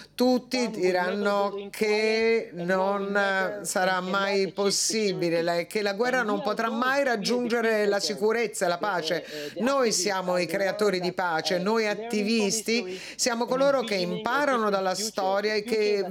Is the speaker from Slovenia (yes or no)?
no; Israel; Io sono nato e sono cresciuto in Israele. I miei nonni sono stati fra i fondatori dello Stato di Israele, sono immigrati in Palestina sotto il mandato palestinese per creare lo Stato di Israele.